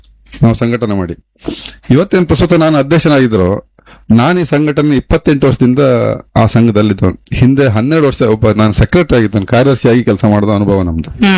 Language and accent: Kannada; Kota, Karnataka, India; ನಮ್ಮ ಊರಲ್ಲಿ ಬಂದಲ್ಲಿ ಹಳ್ಳಿ, ನಮ್ಮ ಕೋಟಾ ಅನ್ನೋದು ಒಂದು ಹಳ್ಳಿ ಪರಿಸರ. ಆವಾಗ ಕೋಟದಲ್ಲಿ ಜಾತ್ರೆ ಆಗ್ತದೆ